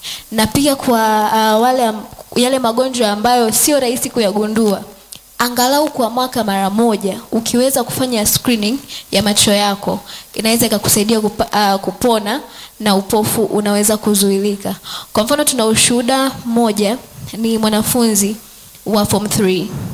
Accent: Morogoro, Tanzania; Mimi nimetokea Morogoro.

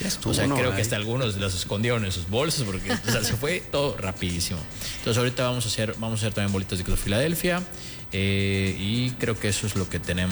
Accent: Yucatán, Mexico; tanto los portugueses como los yucatecos utilizamos muchos ingredientes similares

